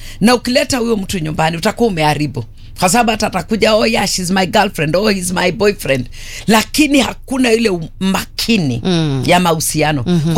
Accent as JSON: {"language": "Swahili", "town": "Kitale", "region": "Trans-Nzoia County", "country": "Kenya", "said": "hasa kule kwetu Kitale."}